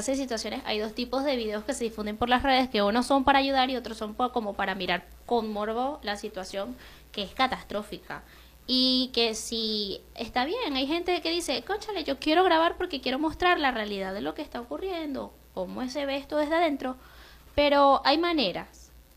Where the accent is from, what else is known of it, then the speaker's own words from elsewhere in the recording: Venezuela; sobre todo como venezolanos, que a la mayoría nos duele lo que está ocurriendo allá al norte del país.